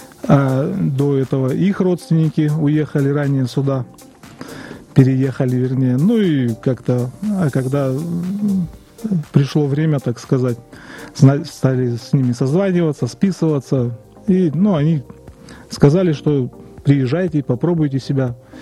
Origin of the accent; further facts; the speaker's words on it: Kyrgyzstan; now in Yakutia, Russia; Ну, я приехал из Кыргызстана. Из солнечной Киргизии, так сказать.